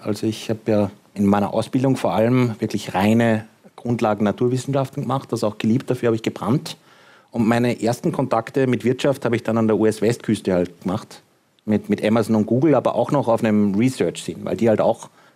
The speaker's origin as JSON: {"language": "German", "town": "Hagenberg", "region": "Upper Austria", "country": "Austria", "tie": "born or raised there"}